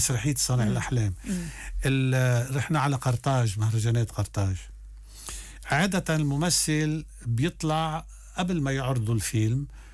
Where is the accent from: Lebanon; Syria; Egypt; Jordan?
Lebanon; قلت لهم بس انا جاي من لبنان بدي اطرح عليكم سؤال واحد بس